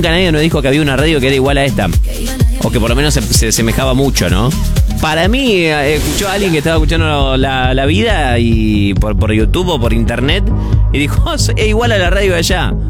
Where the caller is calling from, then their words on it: Cañada de Gómez, Santa Fe, Argentina; Buenas noches, soy … de Cañada de Gómez.